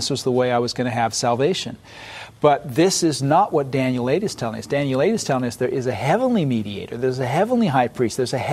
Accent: London, United Kingdom; born there

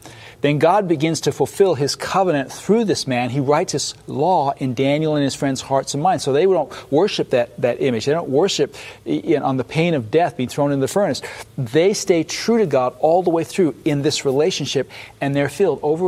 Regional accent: London, United Kingdom; born there

